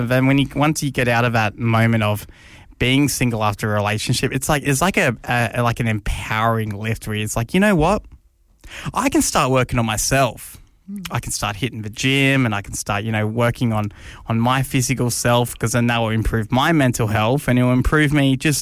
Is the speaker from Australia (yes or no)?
yes; Sydney, New South Wales, Australia; moved away; I'm originally from Sydney. I've moved to South Australia. So I don't really have a lot of mates yet.